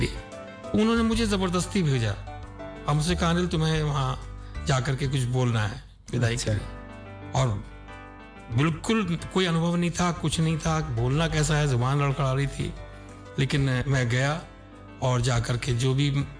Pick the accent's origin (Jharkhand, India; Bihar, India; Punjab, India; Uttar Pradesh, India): Uttar Pradesh, India; जैसे हमारा जिला था मुरादाबाद